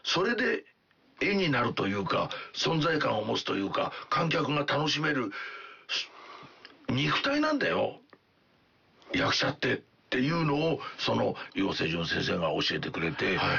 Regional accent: Toyama, Japan; moved away as an adult

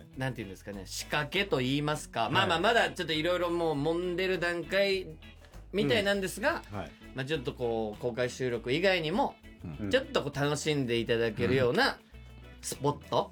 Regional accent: Nagoya, Aichi, Japan; 名古屋という私の地元でね、

